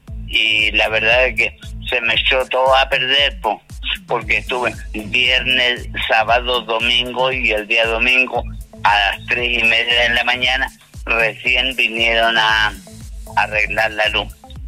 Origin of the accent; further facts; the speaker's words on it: Quillota, Valparaíso, Chile; De acá, de Quillota.